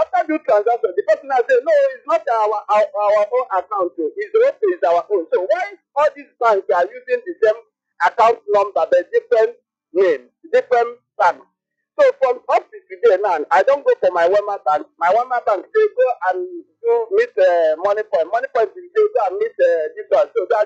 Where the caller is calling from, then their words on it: Lagos, Nigeria; I'm calling from Aja.